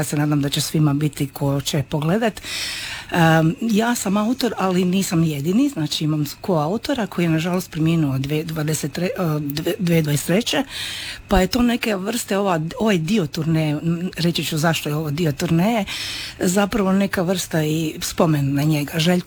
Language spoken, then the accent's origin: Croatian; Zagreb, City of Zagreb, Croatia; mi smo iz Zagreba